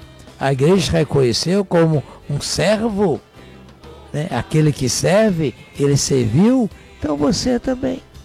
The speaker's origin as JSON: {"language": "Portuguese", "country": "Brazil", "said": "nós somos brasileiros"}